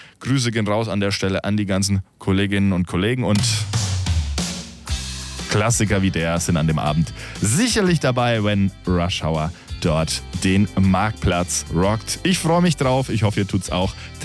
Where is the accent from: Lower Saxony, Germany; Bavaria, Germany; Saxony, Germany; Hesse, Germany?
Bavaria, Germany; Eibelstadt; moved away; ich komme selber ursprünglich aus Eibelstadt.